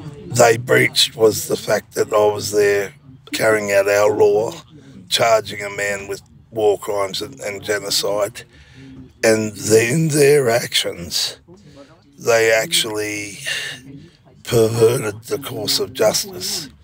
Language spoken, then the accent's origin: English; Kooma country, Australia; I'm a Kuma man, but I've also been a member of the Sovereign Movement since I was born. I'm not an Australian, I'm a free man.